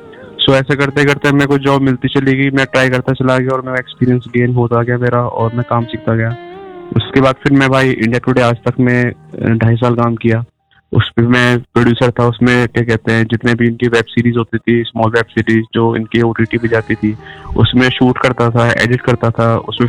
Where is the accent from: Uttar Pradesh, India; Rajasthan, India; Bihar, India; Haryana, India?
Haryana, India; Faridabad; और मैं फरीदाबाद का रहने वाला हूँ और मैं पिछले 7 साल से अपने मीडिया फील्ड में काम कर रहा हूँ।